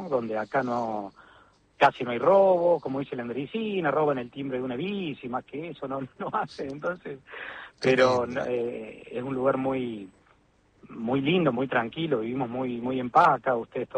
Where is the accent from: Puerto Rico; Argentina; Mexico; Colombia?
Argentina; Córdoba; now in Villa Elisa, Argentina; Cuando yo era gurí, obviamente en mi casa paterna, ahí en Córdoba, en Barrio Cofico, un lugar lindo, modesto, obviamente, lo que yo podía en esa ocasión, en esos años. Después lo mudé a la zona norte de Córdoba